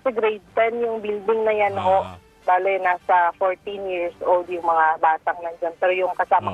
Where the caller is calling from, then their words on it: Alabel, Soccsksargen, Philippines; dito sa amin sa Alabel